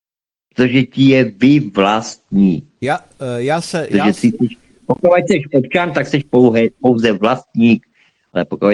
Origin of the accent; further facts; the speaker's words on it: Slovakia; já jako hrdej Slovák